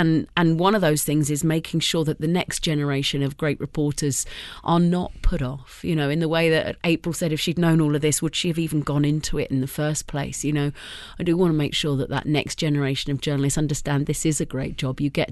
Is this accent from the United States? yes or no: no; United Kingdom; moved away; I'm British